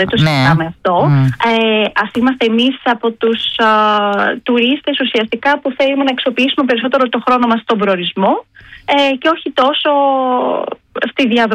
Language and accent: Greek; Central Greece, Greece; και είμαι από τη Φωκίδα